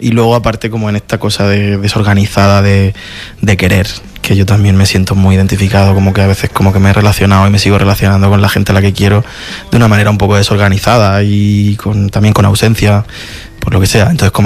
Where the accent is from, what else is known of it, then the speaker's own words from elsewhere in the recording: Region of Murcia, Spain; now in Madrid, Spain; Cuando yo llegué a Madrid, de Murcia, para estudiar el máster de cine, que fue también un poco carambola por una beca, yo no me pensaba dedicar a esto. Ahí en Murcia, bueno, a día de hoy estamos mejor